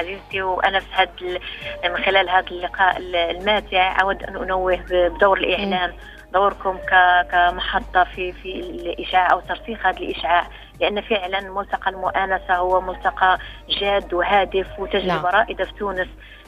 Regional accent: Morocco; أنا باعتباري أنا من المغرب

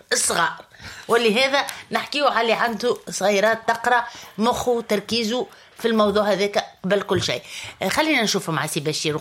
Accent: Tunisia; والنوع اللي عندنا في تونس

